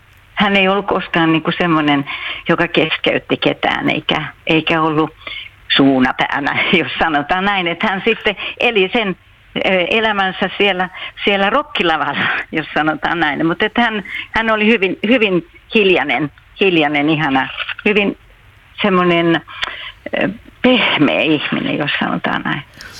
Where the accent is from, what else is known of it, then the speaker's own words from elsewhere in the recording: Helsinki, Uusimaa, Finland; also born or lived in Hämeenlinna; mä oon syntynyt Helsingissä, sitten on nuoruuden ollut ensin Hämeenlinnassa ja sen jälkeen Santahaminaan.